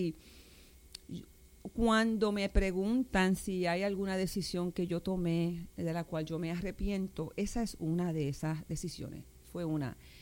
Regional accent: Machuchal, Puerto Rico; principalmente porque yo nací en Machuchal y me crié parte de mi niñez antes de que papi nos mudara a Calcujún. Pero siempre estuve en Machuchal

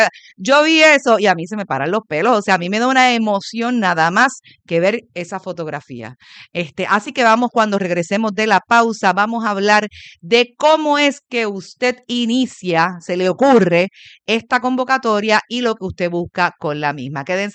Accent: Puerto Rico; como los puertorriqueños, los boricuas, que siempre nos encontramos en todas partes del mundo

